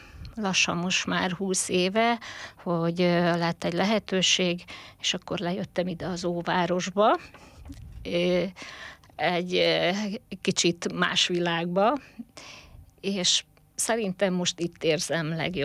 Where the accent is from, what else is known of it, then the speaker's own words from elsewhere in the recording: Paks, Tolna, Hungary; Én Biriton nőttem fel a Paksi Állami Gazdaságba, ami egy nagy család volt akkor.